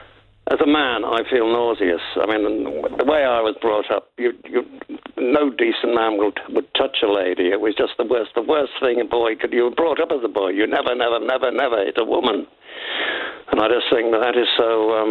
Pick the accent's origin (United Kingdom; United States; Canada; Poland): United Kingdom; Liverpool, North West England; moved away; I was raised in Liverpool. I don't live there anymore.